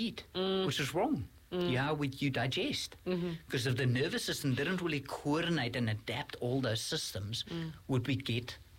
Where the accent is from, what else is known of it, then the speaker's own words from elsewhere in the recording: South Africa; born there; moved away; I was born in South Africa